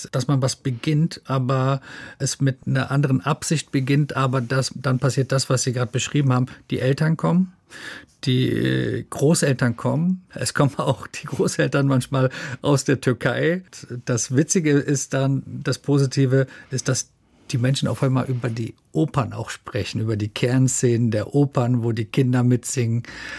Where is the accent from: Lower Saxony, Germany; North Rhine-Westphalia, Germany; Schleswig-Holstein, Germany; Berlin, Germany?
Berlin, Germany; Das erste, was ich gemacht habe, ist als Berliner meine Netzwerke aufzusuchen